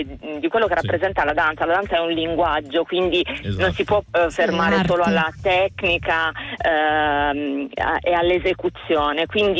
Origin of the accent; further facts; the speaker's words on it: Bari, Apulia, Italy; born there; now in Milan, Italy; sono nata a Bari, quindi di origini proprio pugliesi.